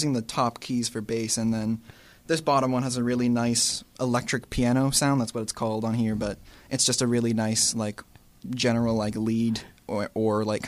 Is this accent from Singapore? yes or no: no; Greensburg, Pennsylvania, United States; I actually went to school in Greensburg.